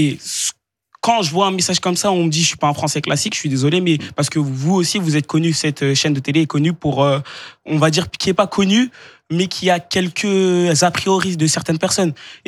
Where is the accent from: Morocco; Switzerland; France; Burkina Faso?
France; Et excusez-moi, mais je pense que je suis un Français classique.